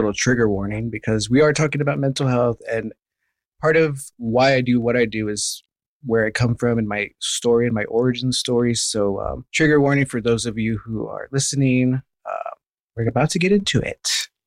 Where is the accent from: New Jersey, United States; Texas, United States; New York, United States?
Texas, United States; moved away as an adult; now in New Mexico, United States; I'm originally from Texas, and I moved to New Mexico in 2020.